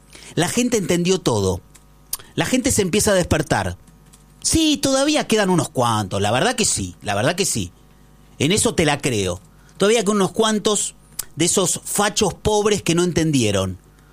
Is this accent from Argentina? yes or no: yes; Argentina